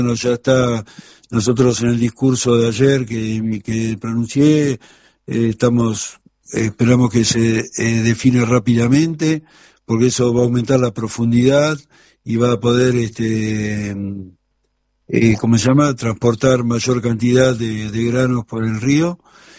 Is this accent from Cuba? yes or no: no; Argentina